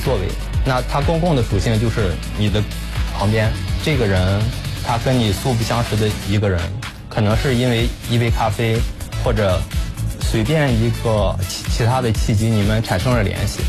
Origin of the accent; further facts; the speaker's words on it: Jiangnan, China; 我是江南人，